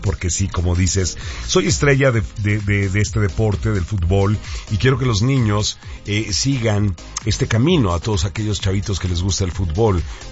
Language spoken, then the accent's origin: Spanish; Mexico; Nosotros como mexicanos fuimos los mejores anfitriones